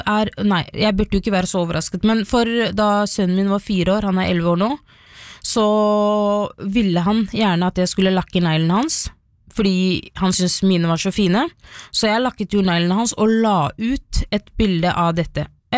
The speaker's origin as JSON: {"language": "Norwegian", "country": "Somalia", "lives_now": "Norway", "said": "Jeg kan ikke gå i kort bukse eller skjørt på Grønland når folk vet at jeg er somalier."}